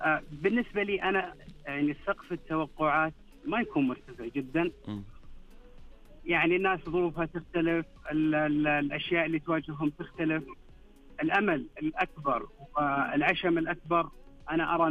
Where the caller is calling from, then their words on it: Riyadh, Riyadh Province, Saudi Arabia; أنا أكلمك من الرياض